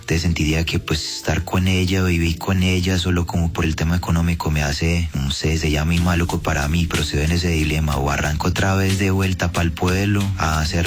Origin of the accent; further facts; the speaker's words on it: San Andrés de Cuerquia, Antioquia, Colombia; moved away as an adult; now in Medellín, Colombia; A ver, yo soy de un pueblo, soy de San Andrés de Cuerquia. Terminé para Medellín hace 2 años, probar suerte y a estudiar en la Universidad de Envigado.